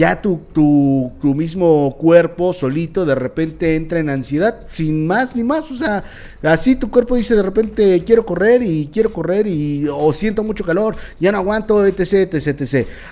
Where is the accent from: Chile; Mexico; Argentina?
Mexico; yo como buen mexicano